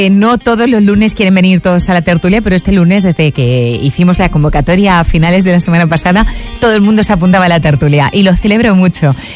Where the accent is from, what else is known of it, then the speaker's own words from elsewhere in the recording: Gibraleón, Andalusia, Spain; mi pueblo, que ha sido un feudo de toda la vida del PSOE, pues ayer venció al Partido Popular. Gibraleón